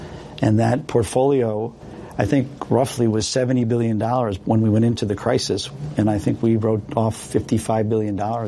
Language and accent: English; Hopewell Junction, New York, United States; But, you know, we grew up in Hopewell Junction, New York. I went to John Jay Senior High School. I know you wanted to ask me that. It was kind of a classic middle-class existence with a focus on a lot of sports.